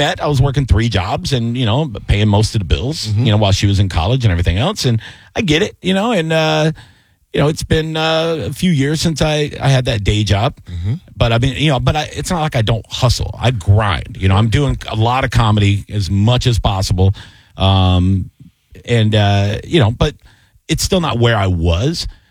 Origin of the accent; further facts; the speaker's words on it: Tampa, Florida, United States; And when the people started finding out I was from Tampa, we'd be in a break room